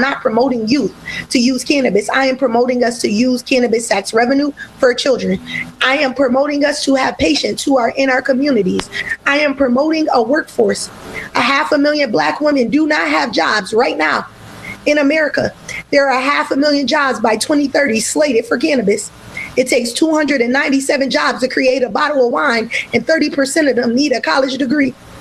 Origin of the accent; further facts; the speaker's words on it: New York, United States; now in Mount Erie, United States; As a New Yorker now living in Mount Erie, homeowner